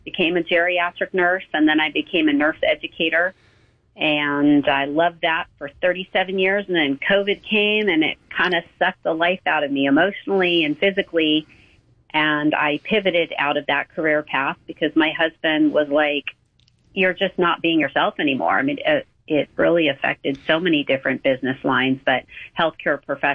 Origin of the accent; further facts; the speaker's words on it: Chatsworth, California, United States; I was brought up in the San Fernando Valley, so I am a valley girl through and through.